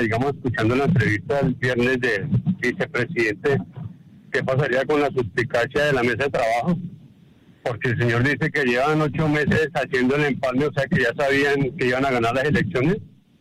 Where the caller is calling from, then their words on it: Bogotá, Bogotá Capital District, Colombia; desde aquí, Bogotá.